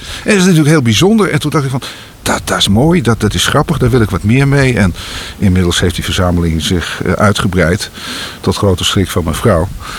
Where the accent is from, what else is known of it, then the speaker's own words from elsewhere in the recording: Amsterdam, North Holland, Netherlands; born there; Nee. Ik ben in Amsterdam geboren.